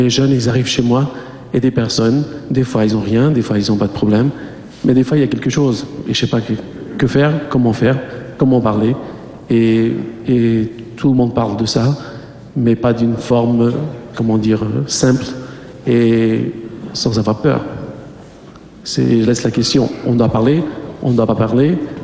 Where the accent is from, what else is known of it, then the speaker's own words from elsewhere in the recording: Vila Real District, Portugal; je suis du Portugal, de la diocèse de Villarreal.